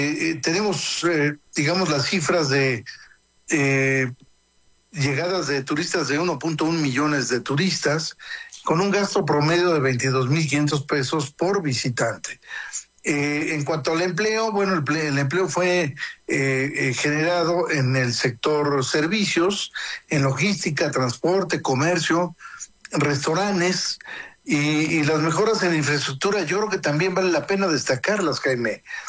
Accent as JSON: {"language": "Spanish", "country": "Mexico", "said": "Tenemos grandes cualidades como mexicanos."}